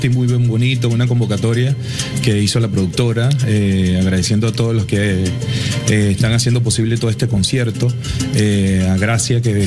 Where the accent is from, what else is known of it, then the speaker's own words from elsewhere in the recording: Venezuela; como yo soy venezolano